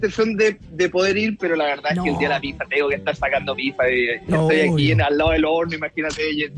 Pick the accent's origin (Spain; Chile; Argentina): Chile; Osorno, Los Lagos; Porque soy de Osorno